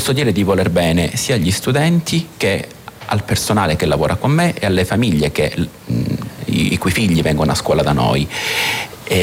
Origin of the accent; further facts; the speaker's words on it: Calabria, Italy; now in Amatrice, Italy; Sono calabrese.